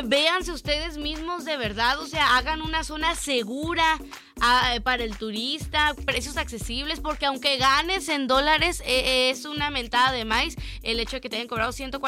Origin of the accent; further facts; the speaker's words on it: Mexico; Uno como propio mexicano sabe que a veces no está tan chido consumir en esos puestos